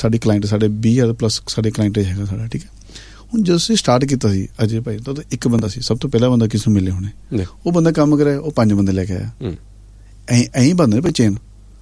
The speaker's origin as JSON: {"language": "Punjabi", "town": "Patiala", "region": "Punjab", "country": "India", "said": "ਮੈਂ ਖੁਦ ਪਟਿਆਲੇ ਤੋਂ ਹਾਂ, ਮੈਂ ਪੰਜਾਬੀ ਐਮ ਐਫ ਹਾਂ ਨਾ"}